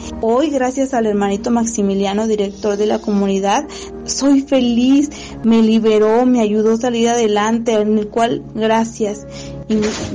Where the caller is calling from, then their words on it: Mexico City, Mexico; vivo en la Ciudad de México.